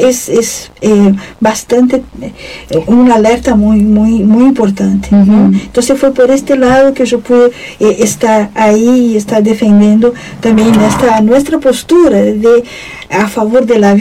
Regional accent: Brazil; Spanish is a second language; now in Uruguay; ahí pude hablar y nadie me dijo que yo era extranjera, ¿no? Mm. Bueno, ya de inicio yo dije, bueno, soy brasileña, así que perdonen sí, sí.

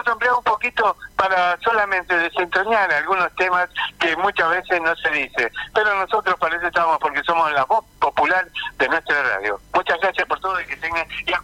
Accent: Argentina; Todos somos argentinos

